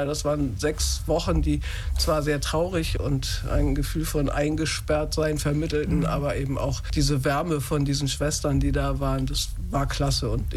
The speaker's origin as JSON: {"language": "German", "region": "Hamburg", "country": "Germany", "said": "Der Bereich nannte sich die Walddörfer. Ich komme aus Hamburg-Volksdorf."}